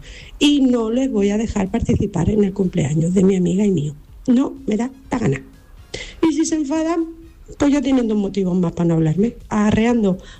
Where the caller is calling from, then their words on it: Sabadell, Catalonia, Spain; de Sabadell.